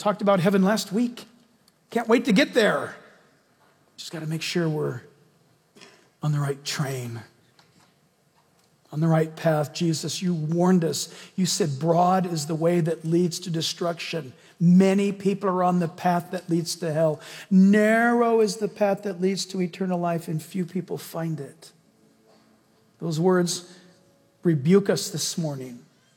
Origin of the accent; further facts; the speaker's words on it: United States; born there; I was born in America.